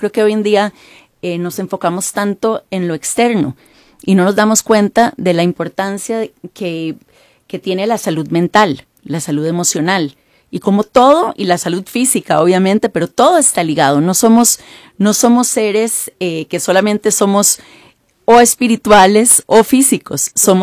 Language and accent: Spanish; Costa Rica; born there; moved away; also born or lived in Washington / New York / Miami; Yo nací en Costa Rica. De padres, que nacieron en Costa Rica, pero de abuelos polacos, austriacos. Viví en Washington, viví en Nueva York, viví en Miami.